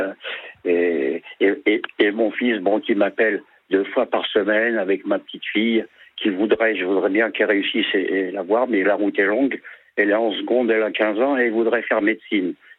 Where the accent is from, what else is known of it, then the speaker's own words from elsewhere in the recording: Montigny-lès-Cormeilles, Île-de-France, France; On a grandi à Montigny-les-Cormeilles